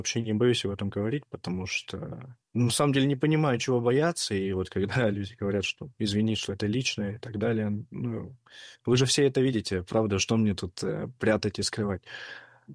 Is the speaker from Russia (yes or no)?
yes; Russia; born there; слава богу, опять же, что я родился в России.